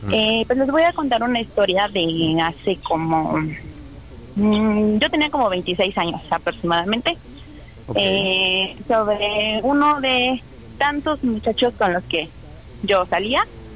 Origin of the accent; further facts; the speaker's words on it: State of Mexico, Mexico; Tengo 33 años y soy del Estado de México.